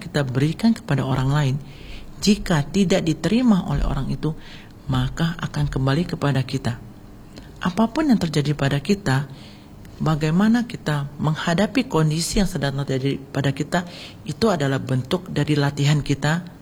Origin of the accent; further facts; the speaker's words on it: Indonesia; born there; Kita sangat bahagia lahir di Indonesia yang mempunyai dasar nilai Pancasila, dan kita sebagai umat Buddha yang memiliki dasar moralitas yaitu Pancasila Buddhis.